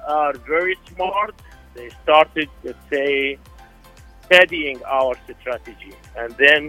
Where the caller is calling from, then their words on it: Iraq; English is a second language